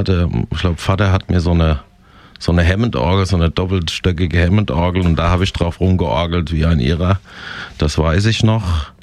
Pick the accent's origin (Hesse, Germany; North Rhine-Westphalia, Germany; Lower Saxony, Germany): Hesse, Germany; Raunheim; also born or lived in Flörsheim; geboren in Flörsheim, sagen wir mal gefühlt eine halbe Stunde später in Raunheim gewesen und dann aufgewachsen in Raunheim